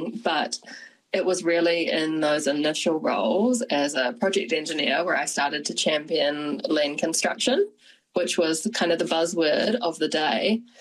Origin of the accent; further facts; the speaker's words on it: Brunei; moved away; I grew up in Brunei, which is a tiny little country near Singapore. And there's this place called Kampong Aya there, which is a water village.